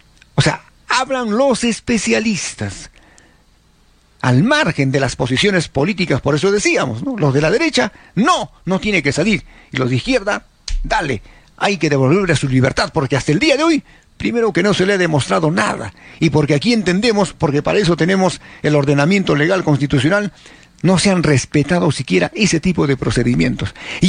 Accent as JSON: {"language": "Spanish", "country": "Peru", "said": "Esos somos pues los peruanos."}